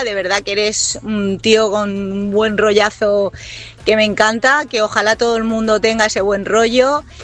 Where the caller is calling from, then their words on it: Valencia, Valencian Community, Spain; de Valencia.